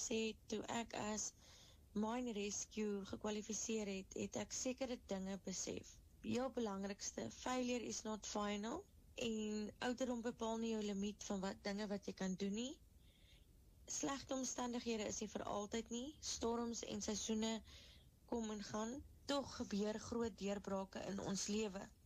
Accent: Springbok, Northern Cape, South Africa; Ek het maar in Springbok groot geword.

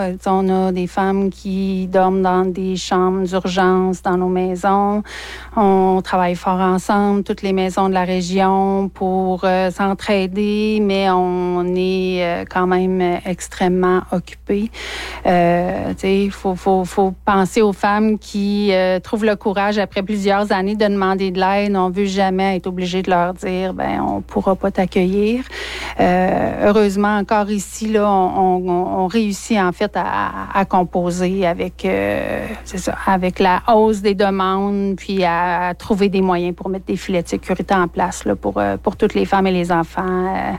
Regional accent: Quebec, Canada; chez nous, en Abitibi-Témiscamingue

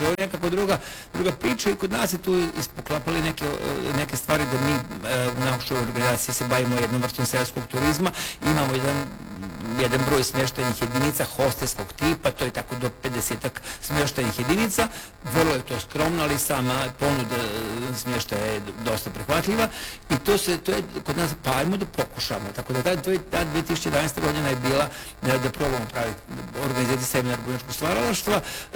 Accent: Vojvodina, Serbia; ja sam iz Vojvodine, Sarota Vanko kod Subotice

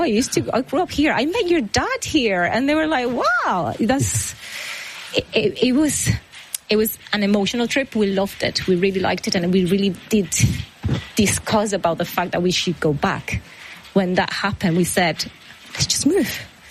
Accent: La Guaira, Venezuela; born or raised there; moved away

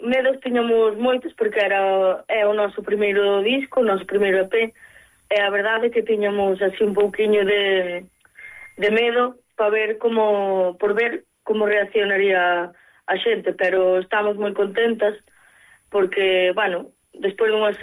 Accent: Carballo, Galicia, Spain; que somos as gemelas, non as dúas, somos de Carballo

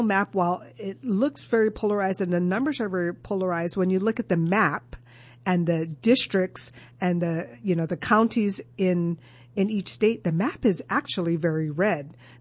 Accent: Hawaii, United States; moved away; when I grew up in Hawaii, I thought Hawaii was a very conservative place. Now, remember, I am way behind you, but when I grew up, Hawaii was different, and Hawaii really represented a lot of different cultures, different groups and values.

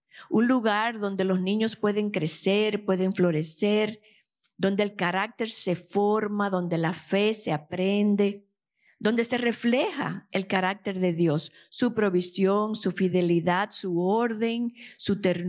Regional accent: Dominican Republic; also born or lived in United States; Aquí hay dominicanas. ¡Wey! Sí, mis compatriotas.

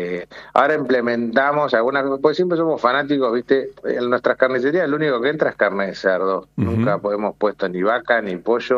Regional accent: San Antonio de Areco, Buenos Aires Province, Argentina; Areco es un pueblo muy tradicional. Bueno, yo soy nacido y criado acá, así que soy muy orgulloso de mi pueblo.

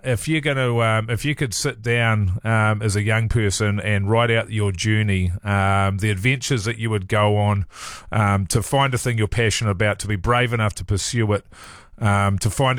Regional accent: New Zealand; as a New Zealander.

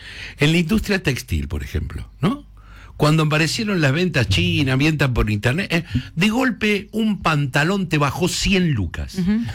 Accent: Argentina; cómo somos en Argentina

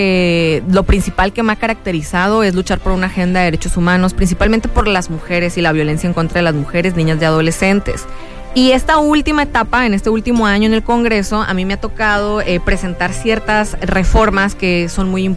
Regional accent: Mexicali, Baja California, Mexico; amar a la ciudad, amar donde vives, donde naciste, donde creciste, donde me formé políticamente. Yo soy hija de familia migrante, mi papá de Sinaloa, mi madre de Oaxaca, y soy la primera generación de cachanillas

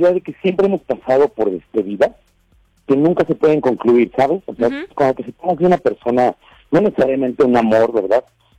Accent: Guanajuato, Mexico; Somos de Guanajuato.

